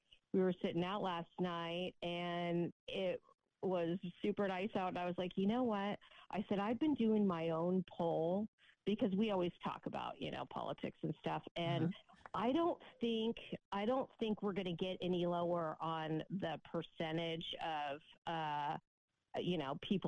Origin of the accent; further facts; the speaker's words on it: Martinez, California, United States; I'm from the Bay Area, your old stomping ground.